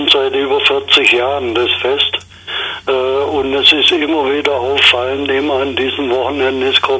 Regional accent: Swabia, Germany; born there; now in Solingen, Germany; Auch wenn ich ein gebürtiger Schwabe bin.

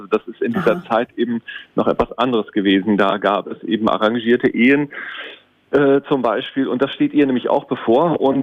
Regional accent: Northern Germany, Germany; moved away; ich komme ursprünglich aus dem Norden, ich kenne sowas.

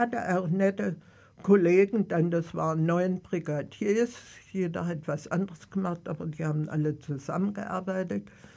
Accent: Eisenach, Thuringia, Germany; Aufgewachsen sind wir im Krieg. Dann haben wir die Nachkriegszeit erlebt. Wir haben nicht daran geglaubt. Und Eisenach lag ich nun direkt so an der Grenze.

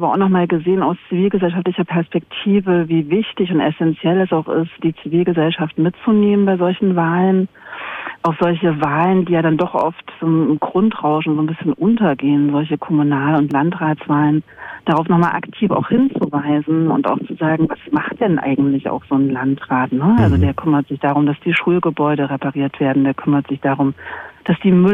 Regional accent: Jena, Thuringia, Germany; born there; Genau, also ich bin gebürtige Jenenserin, bin in meinem normalen Job an der Uni tätig

